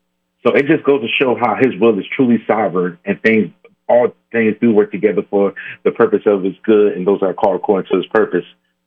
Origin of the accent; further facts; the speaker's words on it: Philadelphia, Pennsylvania, United States; I'm from Philadelphia. I'm a veteran, husband, and father.